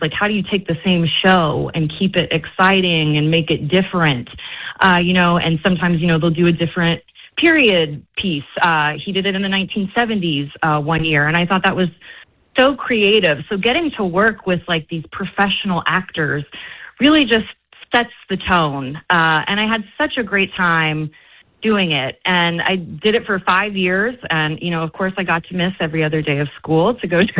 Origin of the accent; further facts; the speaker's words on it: New Albany, Indiana, United States; moved away; also born or lived in Louisville, Kentucky; I'm originally from New Albany, Indiana, yes.